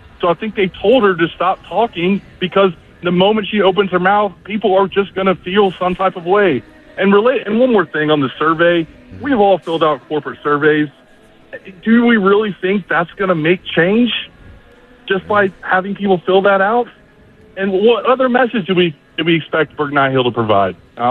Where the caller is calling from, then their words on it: Nashville, Tennessee, United States; I've been a season ticket holder since my family's been in Nashville. I've been going to games since I was 6 years old. I'm 34, so been going to games for about 28 years.